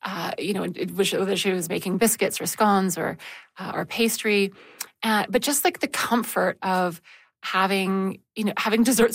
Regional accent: Calgary, Alberta, Canada; We grew up in Calgary and only went out to visit them in Windsor about once a year.

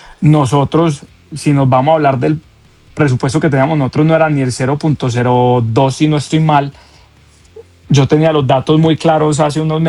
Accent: Colombia; Nosotros vamos a representar a Colombia y demostrarlo de lo que somos capaces los colombianos.

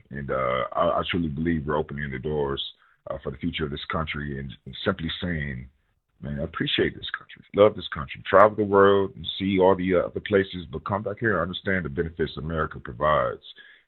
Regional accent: Flint, Michigan, United States; as an American first guy, as in a Navy veteran, retired federal agent, born and raised in Flint.

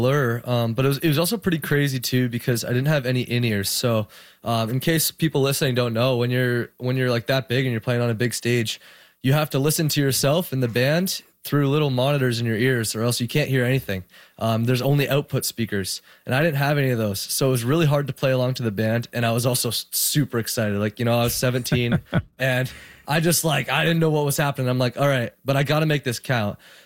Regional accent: Toronto, Ontario, Canada; heading towards the Niagara area where I'm from Toronto.

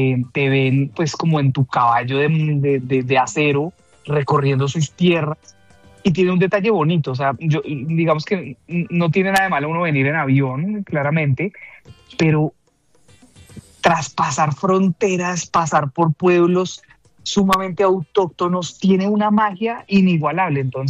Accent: Colombia; pues yo quiero mucho a mi país y poderles dar esa emoción a las personas y contarles como si desde Colombia vine acá, eso es muy, muy gratificante.

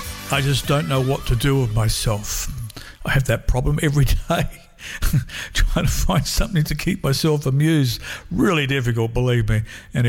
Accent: Australia; Now, I'm a bit of an Australian like everybody else, and we are playing Australian music

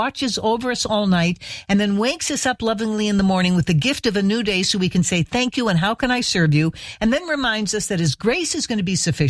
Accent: Midwest, United States; now in US East Coast; when I was raised in the Midwest, that'd be the time you'd go out for a fish fry.

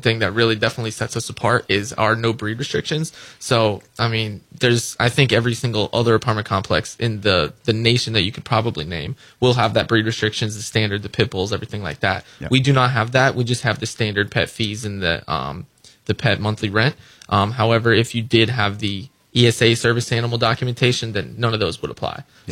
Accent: St. Petersburg, Florida, United States; moved away as an adult; now in Palm Coast, United States; I was born and raised in St. Peter area, which is pretty rare.

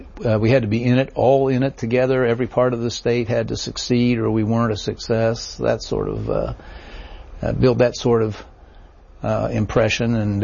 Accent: Bristol, Tennessee, United States; You know, I'm a hick from Bristol, Tennessee.

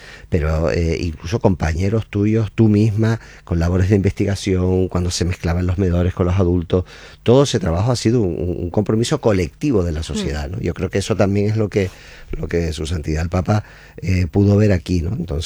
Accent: Canary Islands, Spain; aquellas personas que nosotros fuimos inmigrantes como canarios

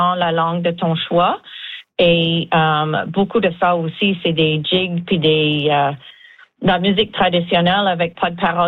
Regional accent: Cape St. George, Newfoundland and Labrador, Canada; also born or lived in Stephenville; Oui, j'étais née à Stephenville à l'hôpital. Puis oui, j'ai grandi à Cap-Saint-Georges. Donc, une communauté francophone avec beaucoup de personnes aînées qui sont francophones de souche.

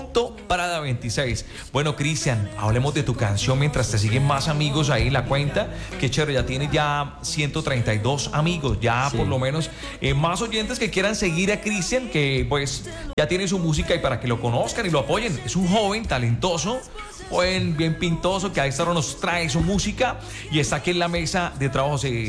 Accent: Cúcuta, Norte de Santander, Colombia; es de la tierra, es de mi sangre, es aquí paisano mío.

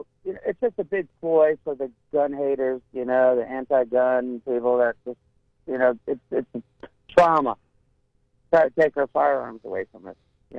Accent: Virginia, United States; moved away; I grew up in Virginia. I used to go to Norfolk State.

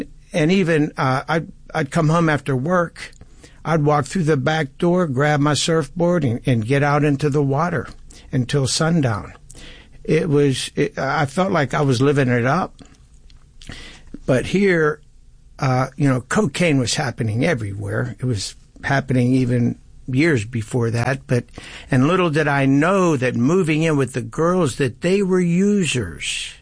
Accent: Pittsburgh, Pennsylvania, United States; I was born in Pittsburgh, raised in a loving home, Terry, and just a typical happy kid growing up.

